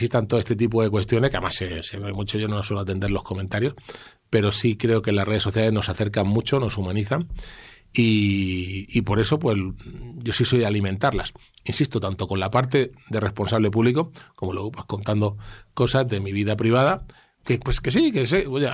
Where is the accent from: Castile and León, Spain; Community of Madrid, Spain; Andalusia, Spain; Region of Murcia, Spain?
Region of Murcia, Spain; cuando estoy en casa, más allá que también tengas que hacer actividad política ahí en la región de Murcia